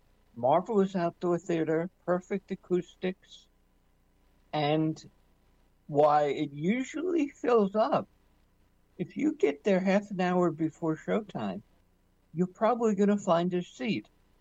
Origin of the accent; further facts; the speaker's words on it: New York, United States; I grew up on the West Side. This has been my life for 60 years